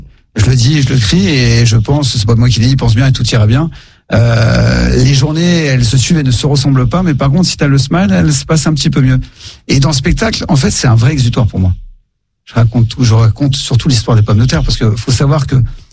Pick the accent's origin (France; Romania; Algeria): Romania; Iași, Iași County; moved away